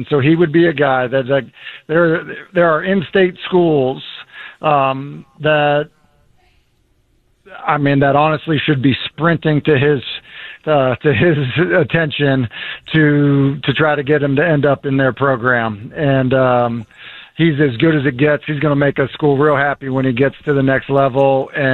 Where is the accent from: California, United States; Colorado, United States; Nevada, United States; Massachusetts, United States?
Massachusetts, United States; I grew up in Massachusetts, not a real big state.